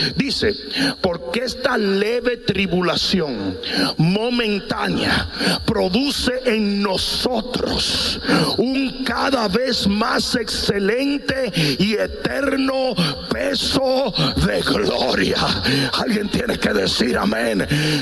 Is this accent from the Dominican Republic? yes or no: yes; Dominican Republic; en mi país, esa nación europea, la República Dominicana